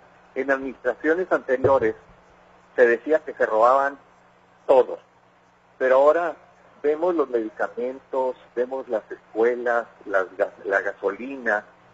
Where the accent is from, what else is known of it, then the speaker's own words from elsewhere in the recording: Mexico; nos preocupa como mexicanos.